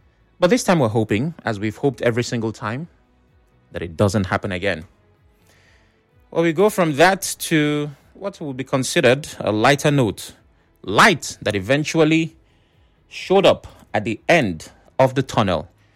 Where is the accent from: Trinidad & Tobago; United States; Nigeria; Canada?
Nigeria; being Nigerian